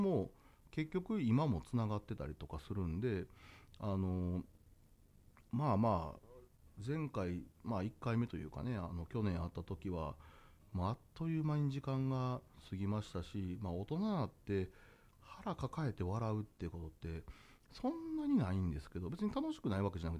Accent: Osaka, Japan; 私大阪出身なんで、

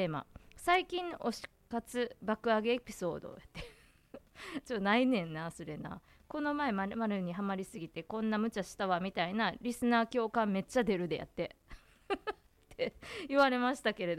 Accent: Kansai, Japan; accent: Kansai dialect; 私が関西弁で聞くからかもしれんけど

